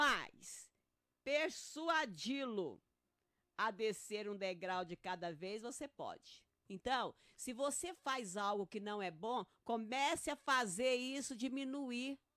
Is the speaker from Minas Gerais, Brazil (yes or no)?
yes; Uberaba, Minas Gerais, Brazil; lá na minha cidade, lá em Uberaba.